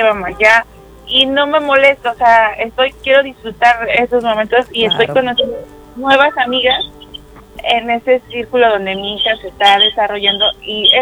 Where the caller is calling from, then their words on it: Mexico City, Mexico; De la Ciudad de México y soy escorpión.